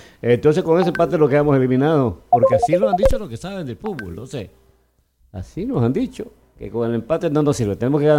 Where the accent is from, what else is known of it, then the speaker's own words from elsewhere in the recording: Manabí, Ecuador; Qué lindo ser manavita, qué hermoso, ¿no?